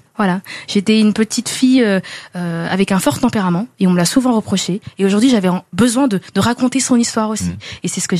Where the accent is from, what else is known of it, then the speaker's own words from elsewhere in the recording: Flanders, Belgium; J'ai grandi en Flandre, du côté flamand de la Belgique.